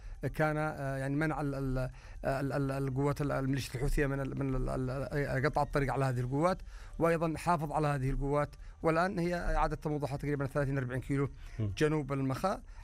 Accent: Yemen; نحن كيمنيين

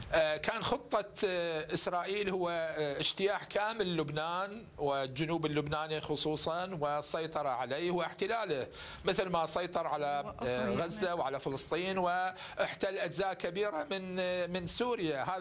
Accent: Iraq; يعني أنا عراقي لا أتحدث عن إيران، ليس المتحدث باسم الجمهورية الإيرانية، أنا عراقي

